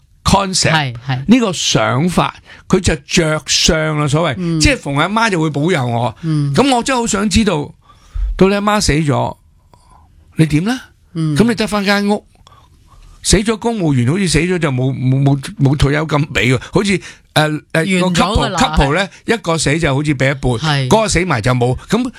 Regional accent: Hong Kong; 我哋香港人真系唔识政治

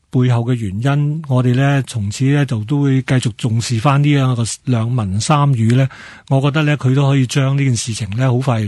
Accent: Hong Kong; first language Cantonese; 母语系我哋自己喺香港嘅一种身份认同啦，系咪讲广东话由小到大。

